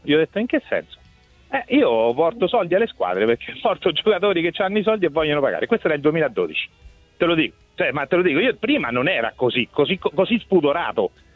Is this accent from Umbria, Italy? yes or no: yes; Terni, Umbria, Italy